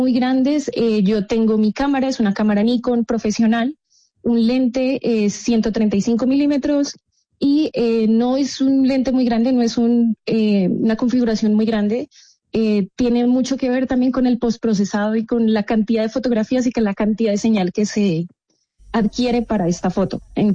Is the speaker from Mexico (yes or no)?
no; Bogotá, Bogotá Capital District, Colombia; born there; Yo nací en Bogotá.